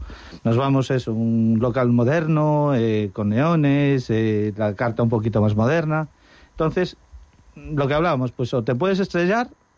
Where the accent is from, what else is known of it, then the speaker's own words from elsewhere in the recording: Lugo, Galicia, Spain; Sí, yo soy nativo de Lugo, ¿no?